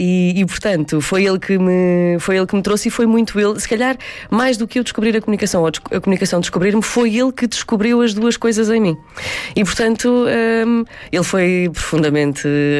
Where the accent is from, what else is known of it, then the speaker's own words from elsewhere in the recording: Abrantes, Centro, Portugal; born there; also born or lived in Constância; Eu sou de Constância, sou do concelho ao lado, mas os meus pais moram no concelho de Abrantes desde que eu tinha 12 anos, portanto, há 30. E por isso, acabei por a minha adolescência acabou por ser muito, muito ali